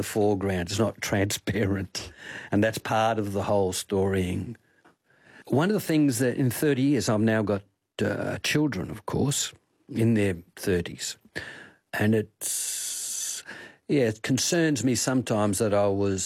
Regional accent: Albany, Western Australia, Australia; I had an elder at the time who's still around and living down in Albany, my hometown, ring me up

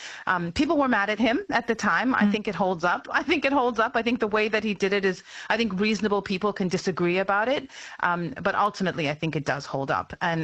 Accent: South Africa; And I am a South African, so it meant a lot to me.

